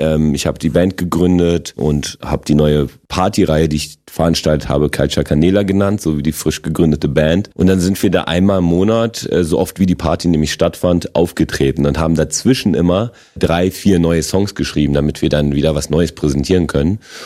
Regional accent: Berlin, Germany; accent: Berlin; also born or lived in Poland; Berlin der Fall und das ist meine Heimat

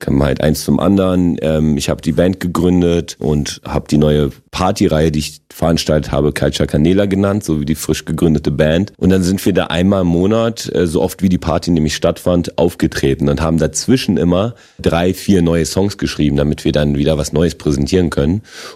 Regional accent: Germany; first language pl; German is a second language; also born or lived in Wrocław, Poland; Ich bin in Breslau geboren. Bin mit 6,5 hergekommen. Hab kein Wort Deutsch gesprochen.

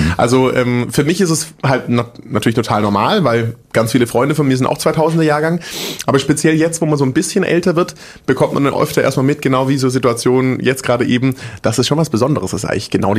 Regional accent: Großbottwar, Baden-Württemberg, Germany; also born or lived in Stuttgart / Frankfurt; Ich bin in Stuttgart geboren, bin in so einem Kaff aufgewachsen, das heißt Großbottwar. Mhm. Also wirklich da wohnen da 10, 15.000 Leute vielleicht. Bin da mit meiner Family groß geworden, bis ich 10 war.

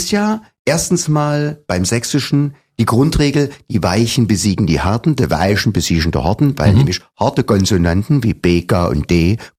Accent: Leipzig, Saxony, Germany; accent: Saxon; Ich bin gebürtiger Leipziger

